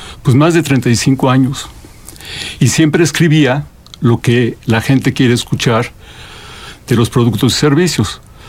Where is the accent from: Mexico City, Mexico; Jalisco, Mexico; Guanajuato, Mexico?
Mexico City, Mexico; Soy de la Ciudad de México.